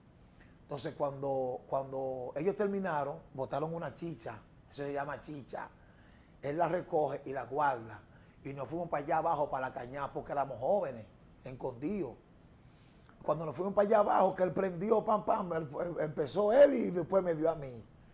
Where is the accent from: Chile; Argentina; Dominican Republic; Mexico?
Dominican Republic; Vengo desde el barrio 27 de febrero.